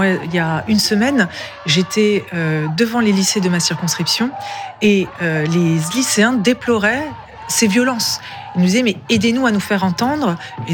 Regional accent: Saint-Ouen-l'Aumône, Île-de-France, France; Moi, je suis de Saint-Ouen-l'Aumône. C'est la ville où j'ai grandi depuis l'âge de mes 4 ans, où j'habite encore, où je suis conseillère municipale.

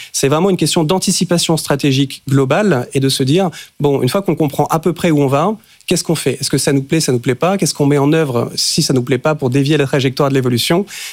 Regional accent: France

